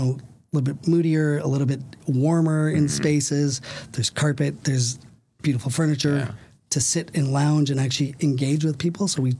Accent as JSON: {"language": "English", "town": "Toronto", "region": "Ontario", "country": "Canada", "tie": "born or raised there", "moved": "as an adult", "lives_now": "Milwaukee, United States", "said": "I grew up in Canada, in Toronto, in a large city."}